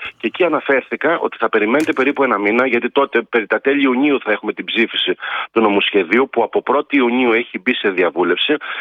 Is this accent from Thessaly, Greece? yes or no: yes; Larissa, Thessaly, Greece; και επειδή είμαι από το Θεσσαλικό κάμπο, καταγωγή μου είναι από τη Λάρισα σαν καταγωγή